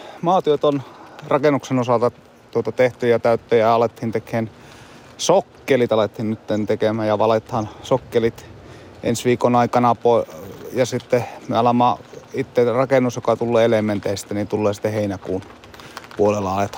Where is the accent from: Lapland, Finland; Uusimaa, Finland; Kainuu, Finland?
Lapland, Finland; kun minkä olen täältä Tornionjokilaaksosta olen kotoisin, niin nyt pitkän aikaa, niin olen tullut tänne takaisin